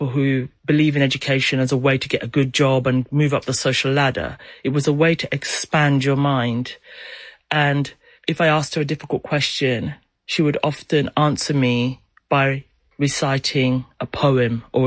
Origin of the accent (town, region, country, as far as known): Kenya; born there; also born or lived in Saint Kitts and Nevis